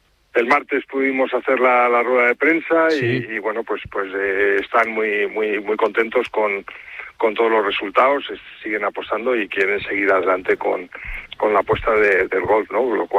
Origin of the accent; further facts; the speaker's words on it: Águilas, Region of Murcia, Spain; Yo soy de Águilas.